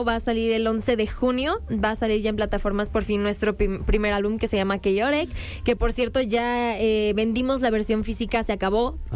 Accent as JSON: {"language": "Spanish", "region": "Querétaro", "country": "Mexico", "said": "sí, nosotros somos de Querétaro."}